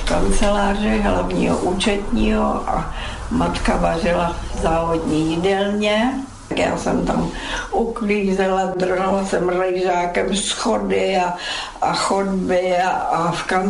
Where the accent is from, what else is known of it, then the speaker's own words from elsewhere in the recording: Písek, South Bohemian Region, Czechia; also born or lived in Subcarpathian Ruthenia; now in Týnec nad Sázavou, Czechia; Narodila jsem se na Podkarpatský Rusy. Moje matka byla Rakušanka, otec Čech a oni bydleli tam. No a pak jsme se stěhovali do Písku. A v Písku jsme byli do roku 46